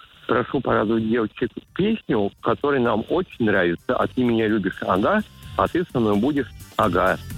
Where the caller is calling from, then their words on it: Ryazan, Ryazan Oblast, Russia; я звоню из Рязани.